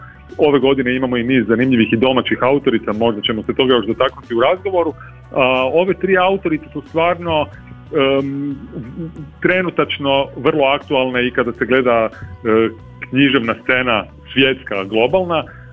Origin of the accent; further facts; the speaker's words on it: Croatia; mi smo tu kao Hrvati, kao hrvatski čitatelji, kao hrvatska publika